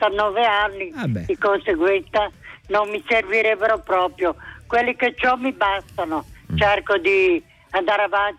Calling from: Genoa, Liguria, Italy; da buona genovese

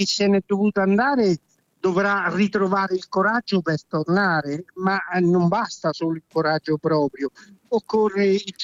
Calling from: Castelraimondo, Marche, Italy; chiamo da Castel Raimondo, vicino Camerino, nelle Marche

